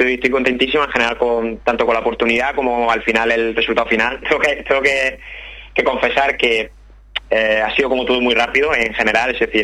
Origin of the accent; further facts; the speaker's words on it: Almería, Andalusia, Spain; moved away as an adult; now in Barcelona, Spain; Es verdad que he pasado toda mi vida en Almería, desde que nací hasta pues 23, 24 años. También mi etapa universitaria la hice allí en Almería, pero bueno, ahora mismo vivo en Barcelona.